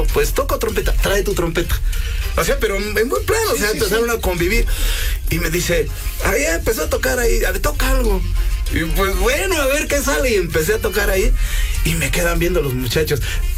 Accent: San Sebastián Villanueva, Mexico; Entonces un día llegan los casinos a tocar a de donde yo soy, San Sebastián Villanueva, la tierra de la tuna y el nopal.

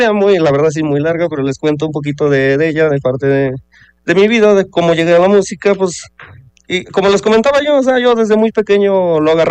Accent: Tecomatlán, Puebla, Mexico; porque yo soy de Tecomatlán

